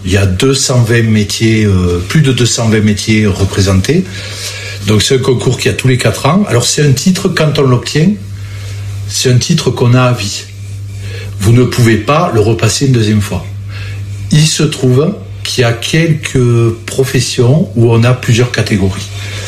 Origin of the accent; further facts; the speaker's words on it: Laguiole, Occitanie, France; born there; moi je suis l'Aïeulé, je suis né à l'Aïeul. Je suis né à l'Aïeul.